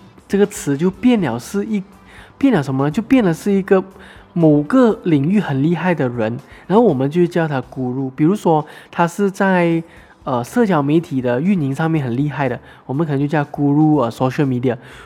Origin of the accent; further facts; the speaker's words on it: Malaysia; 其实我们马来西亚人啊是很 respect、很尊重老师的。